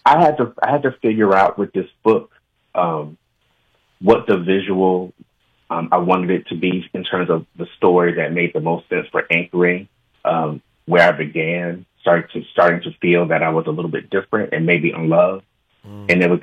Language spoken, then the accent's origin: English; Newark, New Jersey, United States; We grew up in Newark, New Jersey